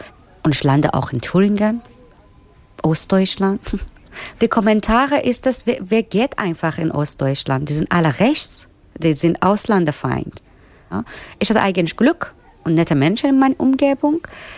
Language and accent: German; Iran; German is a second language; Ich hatte eigentlich meinen eigenen Ruf und große Fotostudio danach. Im Iran eigentlich, Frauenrecht eigentlich gibt es nicht.